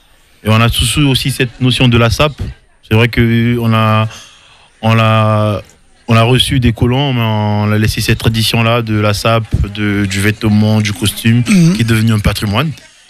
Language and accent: French; Republic of the Congo; je suis du Congo-Brazzaville.